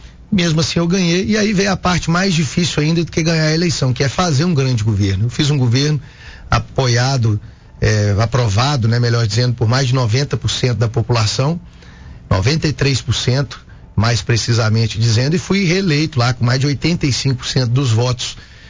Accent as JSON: {"language": "Portuguese", "region": "Minas Gerais", "country": "Brazil", "said": "do Triângulo Mineiro, Alto Paranaíba, de onde eu venho"}